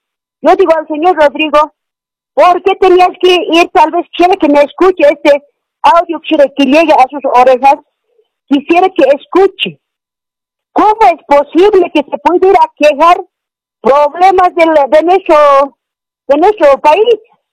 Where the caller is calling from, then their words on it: El Alto, La Paz, Bolivia; yo le llamo aquí de la ciudad del Alto, de La Paz.